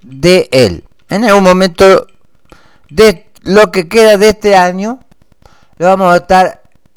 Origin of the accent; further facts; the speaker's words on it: Argentina; Siendo que soy ciudadano argentino e italiano y me gusta mucho la música italiana.